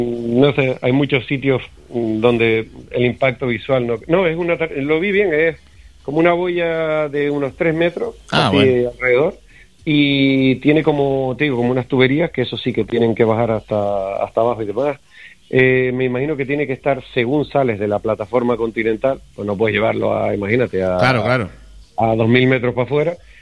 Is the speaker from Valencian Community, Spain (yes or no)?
no; Canary Islands, Spain; para sitios como Canarias, que dependemos todavía de las energías fósiles